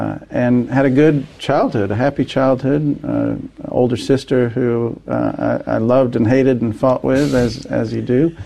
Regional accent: Olathe, Kansas, United States; also born or lived in Hays, Kansas; I was born in Hayes, Kansas, in western Kansas, and lived my first 8 years or so of my life in Kansas. We moved to a suburb of Kansas City on the Kansas side, Olathe, Kansas, and that's where I first remember things, and had a good childhood, a happy childhood

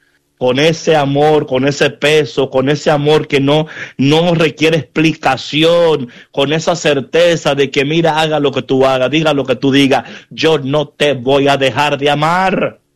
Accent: New York, United States; yo me acuerdo cuando yo crecí en New York.

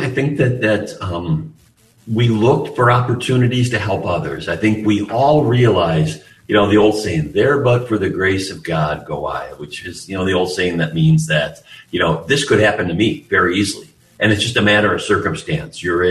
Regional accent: Cleveland, Ohio, United States; I grew up in the Cleveland area.

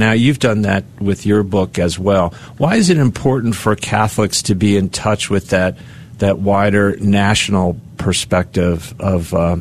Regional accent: Northeast, United States; I'm from the Northeast, where a lot of the shrines are.

